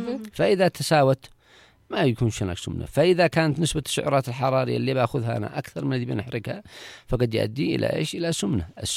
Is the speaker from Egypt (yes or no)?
no; Yemen; عندنا في اليمن أيضا معنا باقي معنا أيضا بالهارسيا،